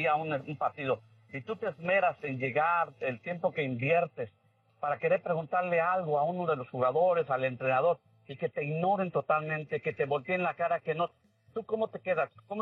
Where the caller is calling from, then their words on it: Mexico; como mexicanos tenemos que tener los pies bien situados en la tierra